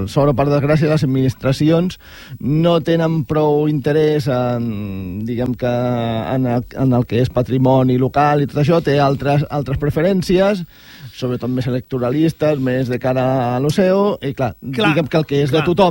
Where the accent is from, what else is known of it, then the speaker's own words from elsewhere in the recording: L'Hospitalet de Llobregat, Catalonia, Spain; aquí a l'Hospitalet, allà al meu poble.